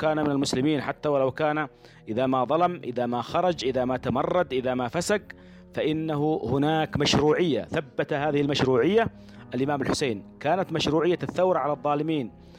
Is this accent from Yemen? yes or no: yes; Yemen; نحن اليوم اليمنيين